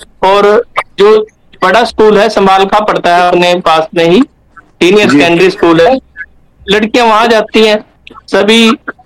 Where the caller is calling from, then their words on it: Ambala, Haryana, India